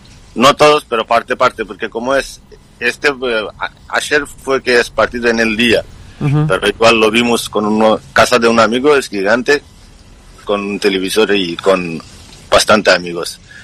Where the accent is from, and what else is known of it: Bangladesh; Spanish is a second language; moved away as an adult; now in Buenos Aires, Argentina